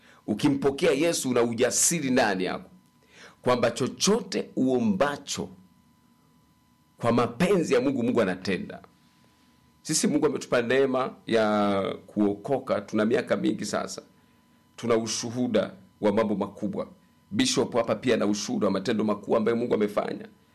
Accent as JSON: {"language": "Swahili", "region": "Njombe", "country": "Tanzania", "said": "Kule kwetu miaka ya nyuma kule Njombe"}